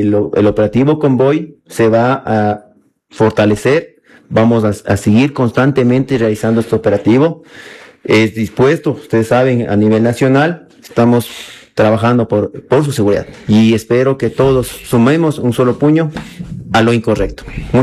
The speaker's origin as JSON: {"language": "Spanish", "country": "Ecuador", "said": "somos ecuatorianos"}